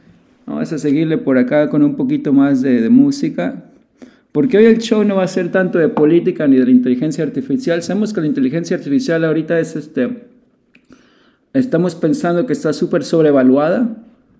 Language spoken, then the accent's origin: Spanish; Mexico; now in Berlin, Germany